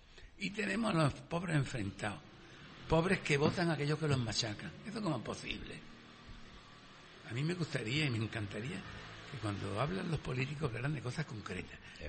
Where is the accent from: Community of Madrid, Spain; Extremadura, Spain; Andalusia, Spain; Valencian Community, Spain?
Andalusia, Spain; Jerez; Yo soy de Jerez, conozco el chicle.